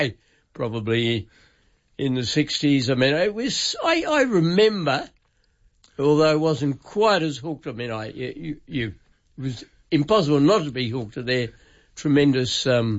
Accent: Earlwood, New South Wales, Australia; I grew up in Earlwood. Mm. I was born there, grew up there.

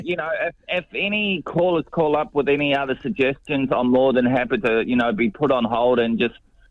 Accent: Queensland, Australia; moved away; I'm originally from Queensland, and the rest of my whole entire family are from New South Wales.

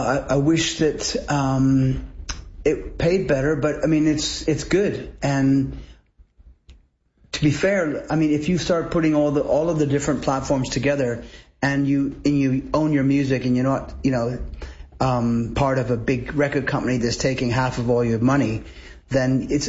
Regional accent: Canada

